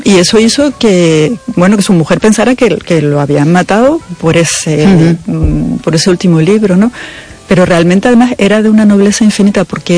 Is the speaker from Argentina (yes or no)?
no; Spain; yo desde luego como española me siento muy, muy orgullosa que en mi país haya gente así en la historia